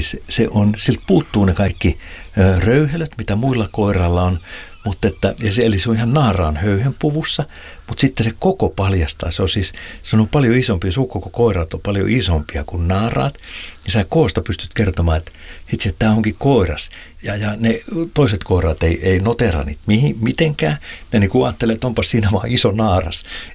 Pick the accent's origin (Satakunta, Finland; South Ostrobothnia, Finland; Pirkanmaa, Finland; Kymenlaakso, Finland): Satakunta, Finland; Pori; Mä muistan 80-luvulla, niin kun mä olen Porista kotoisin, niin siellä oli vielä suokukkoja soittimia, ja niitä pesi siellä rantaniityllä.